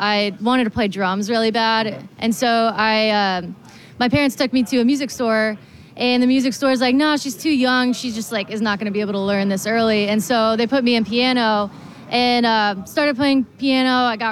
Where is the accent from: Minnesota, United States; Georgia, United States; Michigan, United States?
Georgia, United States; Atlanta; also born or lived in New Orleans; now in Nashville, United States; Yeah, and but I was raised in Atlanta.